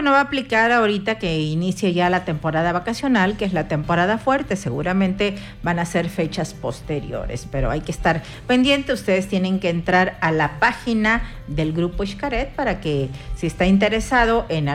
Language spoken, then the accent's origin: Spanish; Mexico; todos somos mexicanos